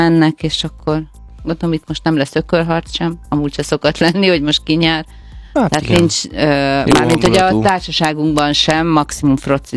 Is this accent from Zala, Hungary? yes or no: no; Hajdú-Bihar, Hungary; hajdúsági vérrel megáldva